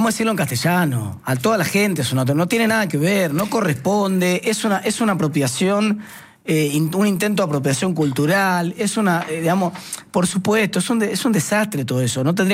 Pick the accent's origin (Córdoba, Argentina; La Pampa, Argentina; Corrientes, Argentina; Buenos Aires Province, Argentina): Buenos Aires Province, Argentina; La Plata; yo que soy de La Plata